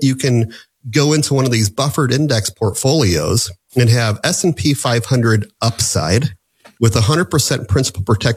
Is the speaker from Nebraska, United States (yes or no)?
yes; Omaha, Nebraska, United States; We're Midwestern. I was born and raised right here in Omaha.